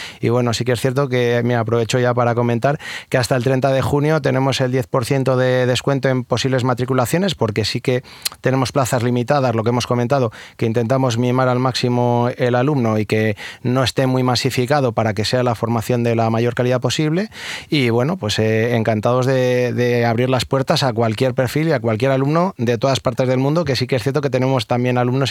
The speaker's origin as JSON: {"language": "Spanish", "town": "Palencia", "region": "Castile and León", "country": "Spain", "said": "Yo soy de Palencia, pues gente de Palencia puede venir en tren, en autobús sin problema"}